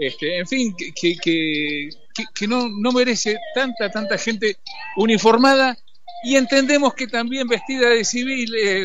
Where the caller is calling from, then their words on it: San Rafael, Mendoza, Argentina; primero un saludo desde el sur de la provincia, desde San Rafael, a toda la audiencia de La Mosquitera.